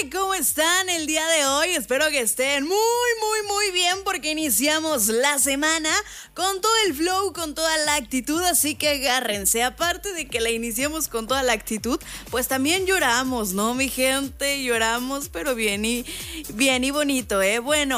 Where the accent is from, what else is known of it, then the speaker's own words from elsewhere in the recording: Mexico; los memes ganaron en las redes sociales, obviamente, como buen mexicano.